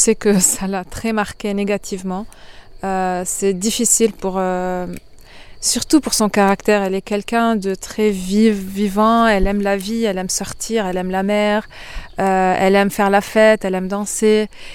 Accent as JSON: {"language": "French", "country": "Lebanon", "moved": "as an adult", "lives_now": "France", "said": "Maintenant j'ai quitté moi mon pays, j'habite en France, et j'ai de la chance de pouvoir appeler ma mère tous les jours et mes parents et de visiter le Liban assez souvent."}